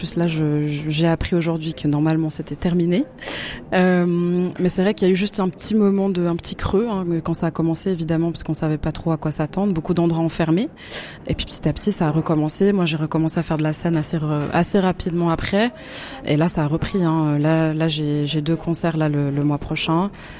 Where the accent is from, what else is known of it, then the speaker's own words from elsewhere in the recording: Switzerland; je suis pas originaire de Suisse. Je suis belge et congolaise de sang, mais j'ai grandi en Suisse toute ma vie. Donc, je suis les trois.